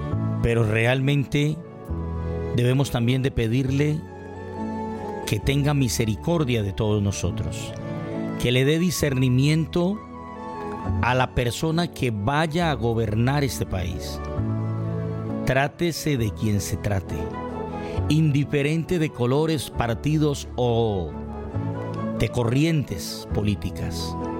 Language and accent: Spanish; Colombia; Y eso es lo que debemos de pedir nosotros como colombianos.